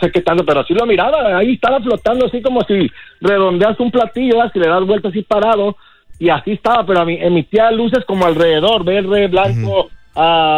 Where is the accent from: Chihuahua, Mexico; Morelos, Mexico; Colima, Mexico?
Colima, Mexico; Tepames; soy de Tepame, es un saludo a la gente de Tepame, sí, que está escuchando la 101.9.